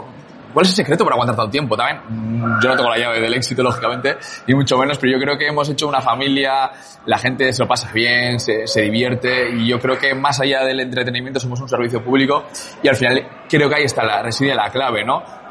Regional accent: Basque Country, Spain; Yo como vasco, al final, pues sé de lo que hablo, que vengo de un país pequeñito también

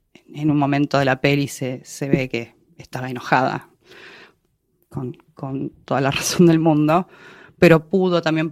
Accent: Argentina; Las cosas en mi país lamentablemente cambiaron para mal. Para mal y en todos los departamentos, digamos. O sea, a nivel cultural, científico, económico, y si bien Argentina siempre tuvo altos y bajos económicamente

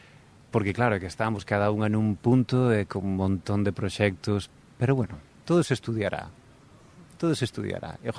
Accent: Galicia, Spain; eu criei-me máis da zona de Vigo-Vigo, é dicir, eu criei-me no Valmiñor, miña familia do Morrazo

